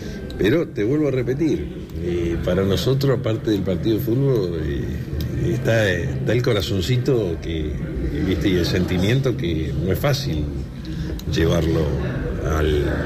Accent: Argentina

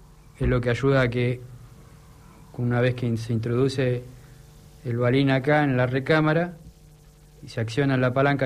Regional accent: Trelew, Chubut, Argentina; Yo soy nacido y criado en Trelew.

